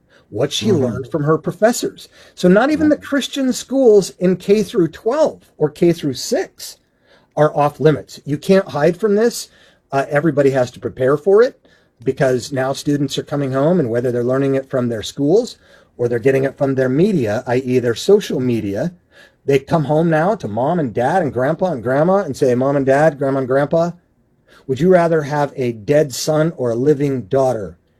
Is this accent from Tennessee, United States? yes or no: no; Utah, United States; I was bathed in this stuff as a seventh generation Mormon growing up in Utah